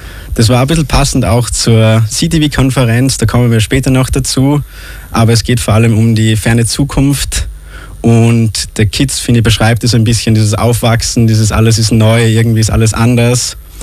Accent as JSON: {"language": "German", "region": "Salzburg", "country": "Austria", "tie": "born or raised there", "also_born_or_lived": "Granada, Spain", "said": "Ich bin aufgewachsen im schönen Salzburg, am Wolfgangsee bin ich groß geworden."}